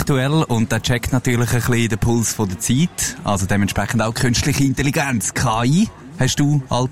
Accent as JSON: {"language": "German", "region": "Lucerne", "country": "Switzerland", "said": "Also, wir haben da ein bisschen Luzerner Macht zusammen natürlich"}